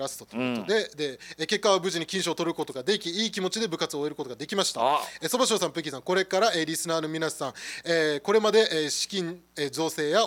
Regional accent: Shimajiri district, Okinawa, Japan; born there; 俺南部商業出身なんだけど

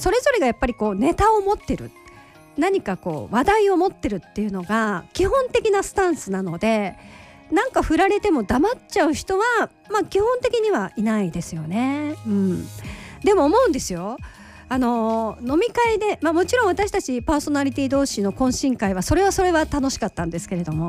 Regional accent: Osaka, Japan; born there; accent: Osaka dialect; moved away; 私は大阪ですけれども

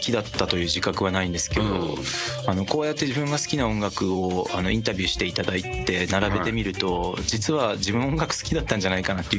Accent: Hokkaido, Japan; 僕の故郷が北海道なので、

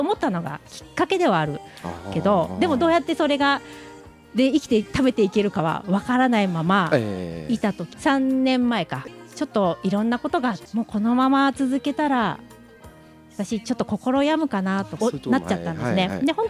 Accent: Shimane, Japan; 作り温泉、私の地元のあの温泉街があるんで

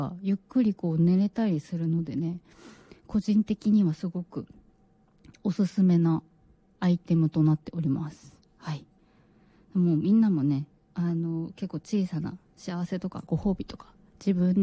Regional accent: Aomori, Japan; moved away; まだ私実家というか地元の青森にいたんですけども

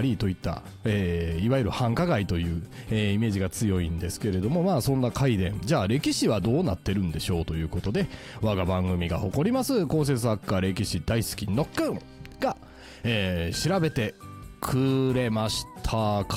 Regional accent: Nagaokakyo, Kyoto, Japan; born there; 私実は市里塚幼稚園出身でございます。

